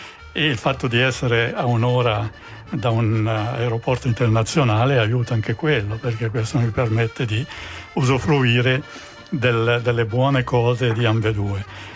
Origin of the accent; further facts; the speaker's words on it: Mendrisio, Ticino, Switzerland; moved away as an adult; also born or lived in Geneva; now in Monte, Switzerland; sono nato e cresciuto a Mendrisio, ma venivamo qui a Monte in estate